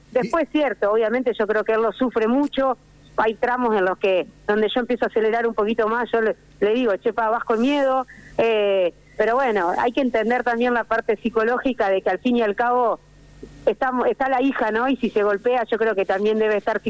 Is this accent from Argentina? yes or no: yes; Arrecifes, Buenos Aires Province, Argentina; De Arrecifes, cuna de campeones, provincia de Buenos Aires.